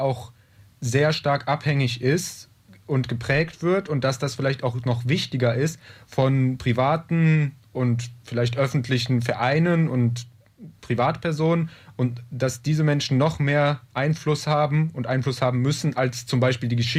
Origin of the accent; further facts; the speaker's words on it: North Rhine-Westphalia, Germany; ich komme aus der Nähe von Köln, mein Vater kommt aus Bonn.